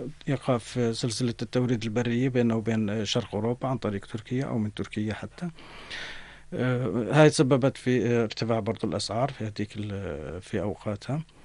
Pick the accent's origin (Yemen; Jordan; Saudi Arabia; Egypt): Jordan; عندنا في الأردن